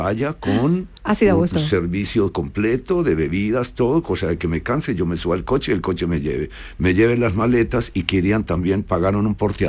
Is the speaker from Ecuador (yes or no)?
no; Colombia; born there; Yo soy hijo de diplomáticos. Nací en Colombia, pero mi padre es gallego y mi madre es sevillana.